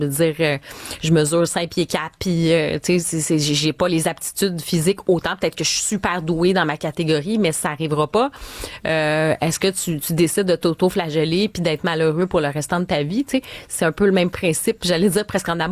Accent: Quebec, Canada; je suis québécoise, puis j'ai le Québec qui est tatoué, puis j'appartiens à cette société. Mais le fait d'avoir un pied en Europe, un pied ici au Québec

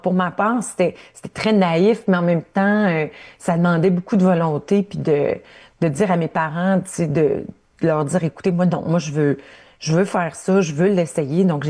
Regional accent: Ontario, Canada; je viens de l'Ontario, de l'Ontario francophone

